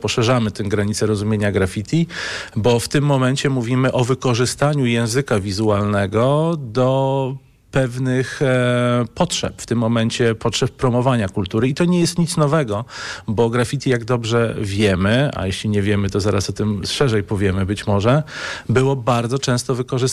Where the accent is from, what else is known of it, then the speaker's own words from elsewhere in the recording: Lublin, Lublin Voivodeship, Poland; Pochodzę z Lublina.